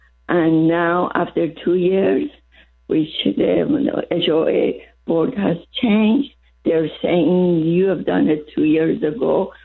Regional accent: Turkey; now in California, United States; Yeah, Turkey.

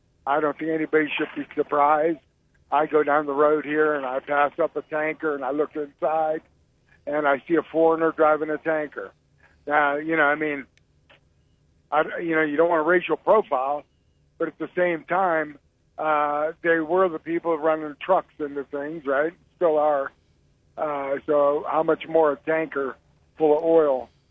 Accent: Youngstown, Ohio, United States; moved away; I'm from Youngstown originally.

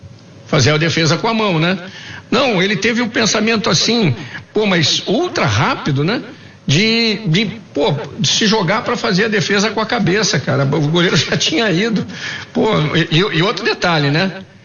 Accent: Brazil; Eu nasci na Cidade Jardim, né? Morando ali na Cidade Jardim, na Araçoiaba da Serra, 398, não esqueço até hoje. Passei minha infância ali até 10 anos

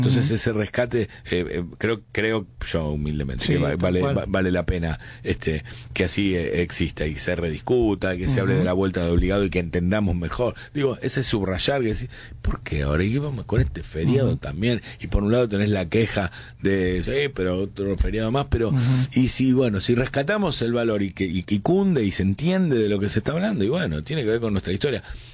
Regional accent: Argentina; esta mixtura que somos los argentinos

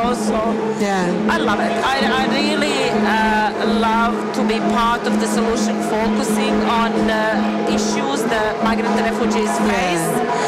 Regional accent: Bosnia & Herzegovina; moved away as an adult; Like I came from Bosnia during the Civil War, back 24, 5 years ago.

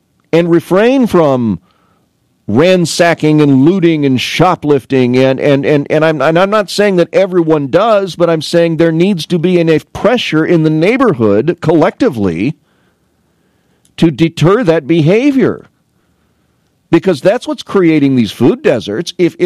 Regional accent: Canton, United States; Remember now, I'm from Canton, and we had a vibrant economy with two men's stores, two shoe stores, two baby clothes stores, women's clothing stores, all in one square, right?

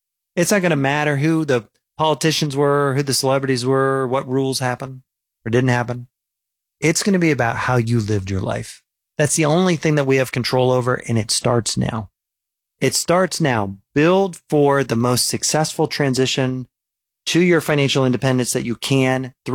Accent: Midwest, United States; Like, I grew up in the Midwest.

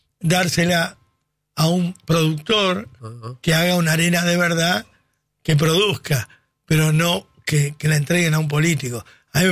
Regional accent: San Isidro, Buenos Aires Province, Argentina; born there; Yo nací en la Calabria. Barrio humilde. No villa, pero barrio.

